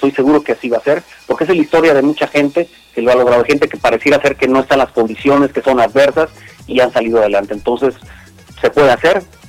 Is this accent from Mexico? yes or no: yes; Mexico; now in Colima, Mexico; para nosotros como mexicanos